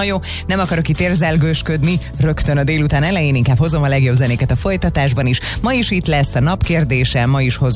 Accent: Great Hungarian Plain, Hungary; Én alföldi gyerek vagyok, úgyhogy nekünk a Balaton az mindig olyan külön volt

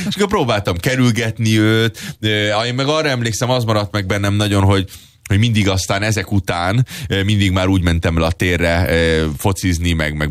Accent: Budapest, Hungary; born there; also born or lived in Germany; én egy újpesti fenegyerek vagyok, ugye ott is nőttem fel

